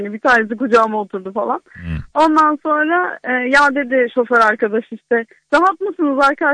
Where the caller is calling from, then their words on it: Antalya, Turkey; Antalya'dan arıyorum.